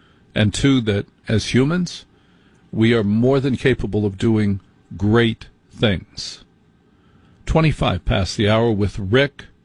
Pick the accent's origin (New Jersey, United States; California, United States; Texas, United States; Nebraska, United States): New Jersey, United States; Maplewood; also born or lived in Orange, New Jersey; In the town I grew up in Maplewood